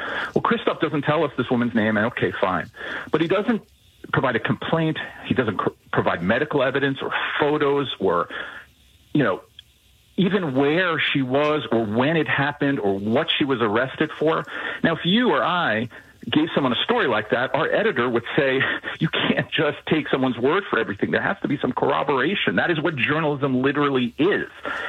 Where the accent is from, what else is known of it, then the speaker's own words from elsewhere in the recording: United States; because I'm Jew and because I'm an American, but also because I'm a journalist